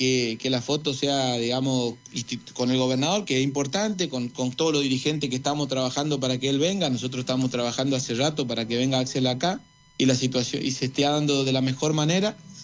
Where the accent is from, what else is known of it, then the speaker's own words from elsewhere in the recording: Corrientes, Argentina; Nosotros somos gauchos. Nosotros somos gente de Alpargata que trabajamos todos los días para que cambie nuestra provincia